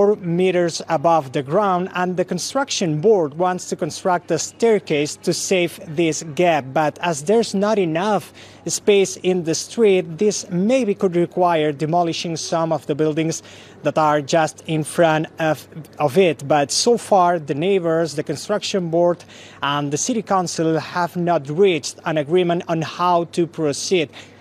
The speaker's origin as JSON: {"language": "English", "town": "Barcelona", "region": "Catalonia", "country": "Spain", "said": "I've been many times inside, because I'm from here. I'm local from Barcelona."}